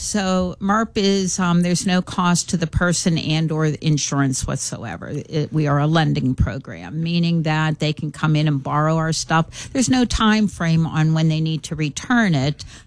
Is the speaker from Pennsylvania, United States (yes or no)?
yes; Pennsylvania, United States; accent: Pittsburgh; now in Sharon, United States; I'm actually from the North Hills.